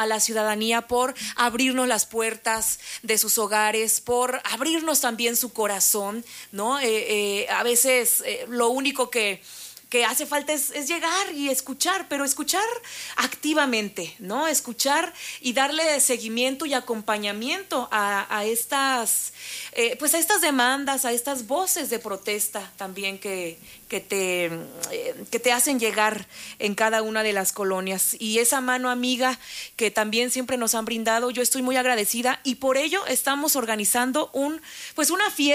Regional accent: Michoacán, Mexico; Que habrá todas estas manifestaciones culturales que nos dan identidad como pueblo de Michoacán, como mexicanos orgullosamente

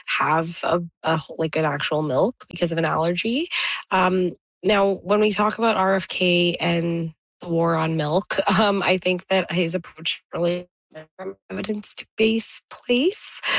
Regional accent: India; I'll say India just because I'm Indian, but okay.

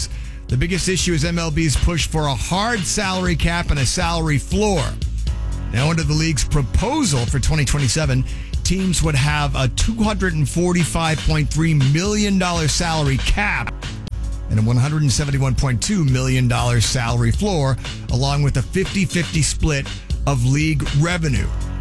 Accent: Boston, Massachusetts, United States; moved away; also born or lived in New York; when I lived in New York, I mean, part of it is I grew up in Boston

